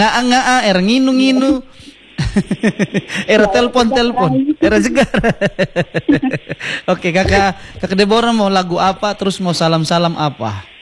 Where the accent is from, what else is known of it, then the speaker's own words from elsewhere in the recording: Sabu, East Nusa Tenggara, Indonesia; Mantap Bu, dari Soe, beta dari Sabu.